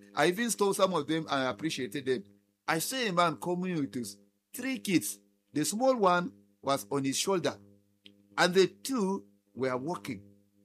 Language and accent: English; Plateau, Nigeria; now in Bauchi State, Nigeria; me, when I come from Plateau State